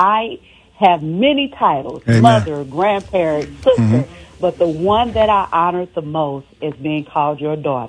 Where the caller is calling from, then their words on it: St. Louis, Missouri, United States; I'm calling from St. Louis, Missouri.